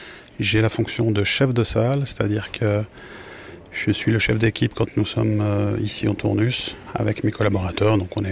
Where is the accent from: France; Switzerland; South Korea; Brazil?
Switzerland; Montreux, Vaud; Alors bonjour … Je viens de Montreux.